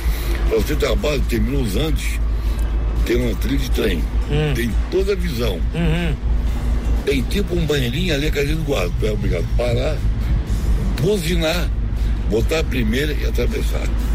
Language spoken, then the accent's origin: Portuguese; Itajaí, Santa Catarina, Brazil; now in Barra Velha, Brazil; Itajaí, Santa Catarina.